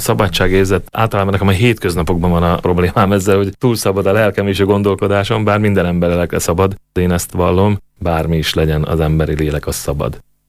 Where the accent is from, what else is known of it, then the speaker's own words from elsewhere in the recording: Kolárovo, Nitra Region, Slovakia; Mi alapítottunk Gútán, Szülővárosomban egy rockszínházat, a Kisdunamenti rockszínházat